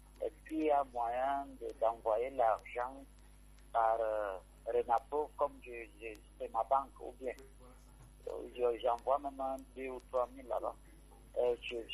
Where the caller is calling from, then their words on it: Mbalmayo, Centre, Cameroon; J'appelle de Balmayo.